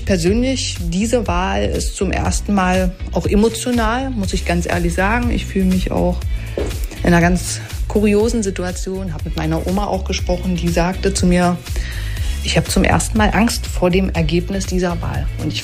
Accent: Burg, Saxony-Anhalt, Germany; bei uns in Sachsen-Anhalt, also vor allem hier in Burg, in meiner Heimatstadt, im Landkreis Erichower Land

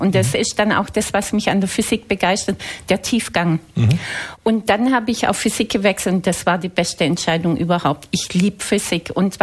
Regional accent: Swabia, Germany; Ich habe erst mal dann als Schwäbin was Pragmatisches studiert

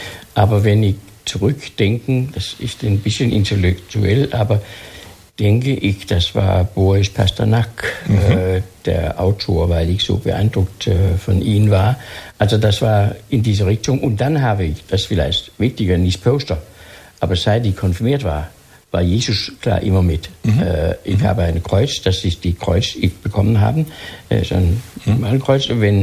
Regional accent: Denmark; now in Karlsruhe, Germany; Ich bin in 41 geboren, in einem Krieg, wo Dänemark mein Heimatland von Deutschland besetzt war. Und jetzt bin ich sehr glücklich mit einer deutschen Frau verheiratet aus Nürnberg. Ich bin sehr glücklich und zufrieden in Karlsruhe.

